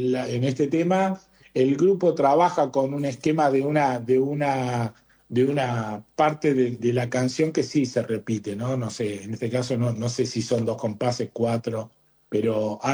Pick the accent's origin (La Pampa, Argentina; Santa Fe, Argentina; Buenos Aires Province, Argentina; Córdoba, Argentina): Buenos Aires Province, Argentina; Caseros; Mirá que yo viví en Caseros. Yo me crié en Caseros.